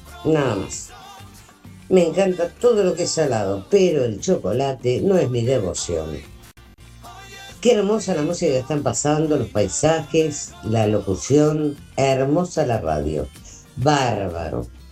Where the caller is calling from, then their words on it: Carapachay, Buenos Aires Province, Argentina; Les habla … de Carapachay.